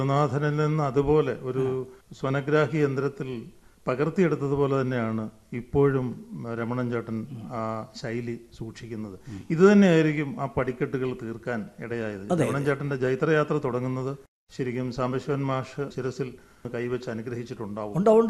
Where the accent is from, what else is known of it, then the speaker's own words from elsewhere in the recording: Alappuzha, Kerala, India; ഞങ്ങൾ കേട്ടിട്ടുണ്ട്, ആലപ്പുഴക്കാർ കേട്ടിട്ടുണ്ട്